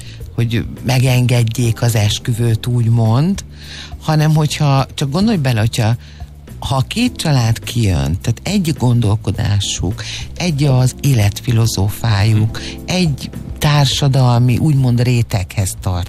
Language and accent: Hungarian; Great Hungarian Plain, Hungary; én az Alföldről származom